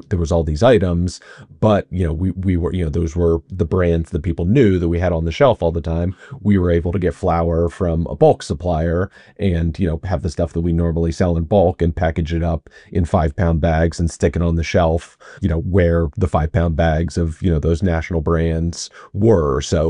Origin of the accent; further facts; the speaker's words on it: Arlington, Virginia, United States; also born or lived in Brooklyn; now in Washington, D.C., United States; Yes, I grew up in Arlington, so yeah, grew up in the area. I live in D.C., have been in D.C. for the last 15, 16 years.